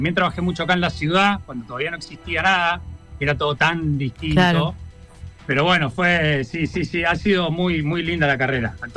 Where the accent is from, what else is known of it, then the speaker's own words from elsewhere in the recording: Comodoro Rivadavia, Chubut, Argentina; moved away as an adult; Soy de Chubut, de Comodoro Rivadavia. Vine acá, bien. Como bien ustedes dijeron, a estudiar licenciatura en Relaciones Públicas.